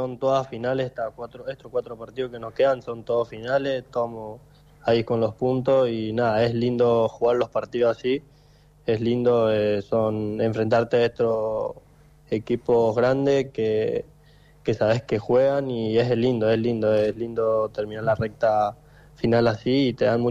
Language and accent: Spanish; San Miguel de Tucumán, Tucumán, Argentina; also born or lived in Puerto San Julián; now in Comodoro Rivadavia, Argentina; Yo soy de Tucumán, capital San Miguel, me vine acá a Puerto San Julián por el trabajo de mi papá, y nada, me quedé ahí 4 años, 5